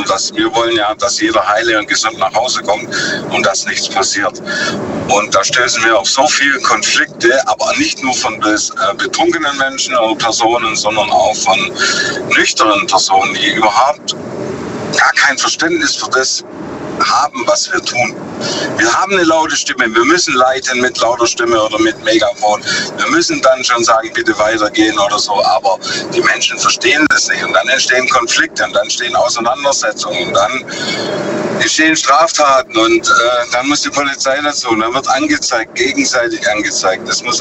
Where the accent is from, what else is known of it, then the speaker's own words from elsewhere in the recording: Lenningen, Baden-Württemberg, Germany; Ich bin aus Lenningen.